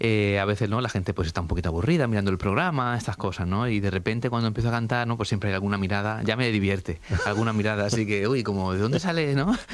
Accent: Region of Murcia, Spain; born there; also born or lived in Extremadura; Yo soy murciano de nacimiento, pero medio extremeño ya, realmente.

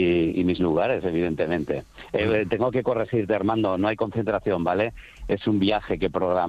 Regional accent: Nuñomoral, Extremadura, Spain; now in Huesca, Spain; desde Huesca. Sí, oh. Un extremaño, sí, desde hace bastantes años aquí en Huesca.

